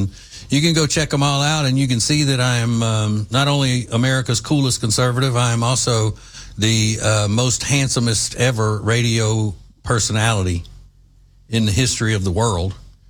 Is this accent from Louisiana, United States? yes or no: yes; Louisiana, United States; Steve Scalise, who is a representative from my home state of Louisiana.